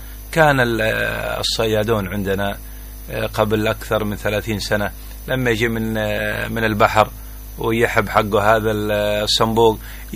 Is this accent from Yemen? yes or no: yes; Mukalla, Hadhramaut, Yemen; نحن نتكلم باللهجة الدارجة عندنا في المكلة